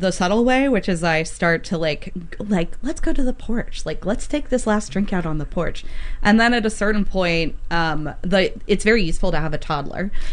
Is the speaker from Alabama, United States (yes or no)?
yes; Alabama, United States; So I grew up in the South, in Alabama